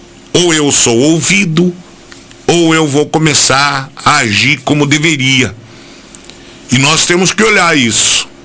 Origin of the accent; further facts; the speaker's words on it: Capivari, São Paulo, Brazil; also born or lived in Rafard; Eu sou daqui. Eu não posso, eu sou de Capivari. Meus filhos nasceram lá. Entenderam? Eu tenho residência em Capivari. Eu tenho residência em Rafar.